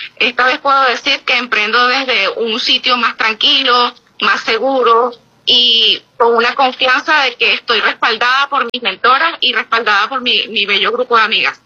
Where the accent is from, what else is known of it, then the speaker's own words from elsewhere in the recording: Venezuela; como muchos venezolanos y venezolanas, pues afrontamos muchas situaciones que son ajenas a nuestro control.